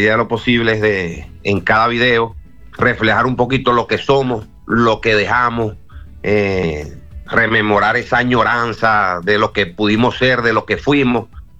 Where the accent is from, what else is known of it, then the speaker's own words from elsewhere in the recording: Maracaibo, Zulia, Venezuela; mi tierra Maracaibo